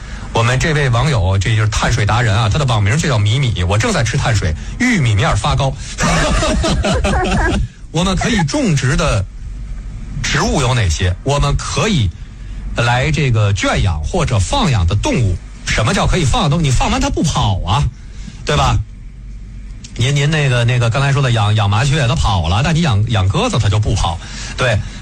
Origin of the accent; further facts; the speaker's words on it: China; 我们中国人